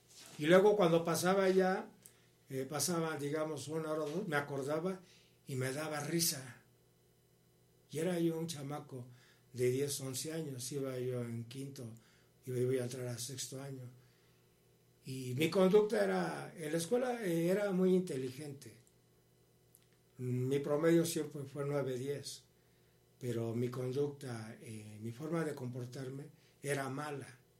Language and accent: Spanish; Tehuacán, Puebla, Mexico; yo soy de Tehuacán, Puebla.